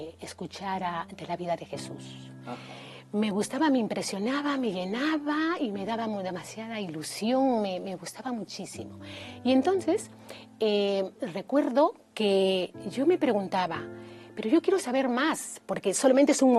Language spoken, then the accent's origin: Spanish; Lima, Peru; Yo he nacido en Perú, en Lima, y bueno, pues eso, éramos cuatro hermanos, tres mayores, yo la única mujer y la menor, mi padre, mi madre, y vivíamos al costado de una iglesia católica